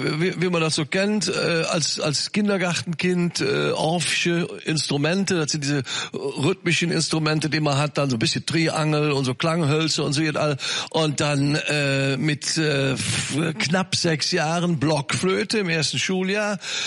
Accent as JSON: {"language": "German", "town": "Leverkusen", "region": "North Rhine-Westphalia", "country": "Germany", "tie": "born or raised there", "said": "ich bin ja kein richtiger Kölner, schwer Schlebuscher Jung, ihr merkt schon, nicht Leverkusen, ich bin Schlebuscher, das ist ein Unterschied."}